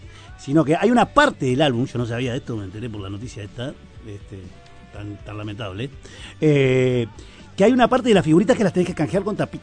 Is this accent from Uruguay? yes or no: yes; Uruguay